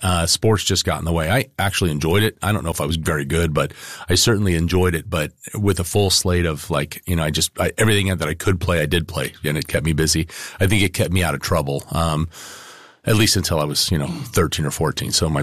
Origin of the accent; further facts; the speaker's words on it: Broomfield, Colorado, United States; moved away as an adult; Broomfield.